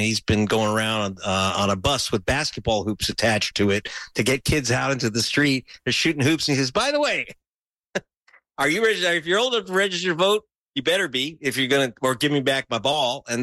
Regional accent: Pacoima, California, United States; That when I'm from Pacoima, there ain't a lot of Pacas that go skiing and have their passport.

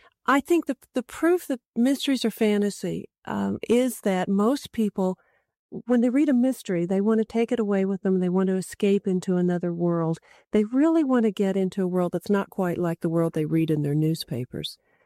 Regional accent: Kansas City, Missouri, United States; And although I was raised in Kansas City, I didn't even know an area existed called the Flint Hills of Kansas.

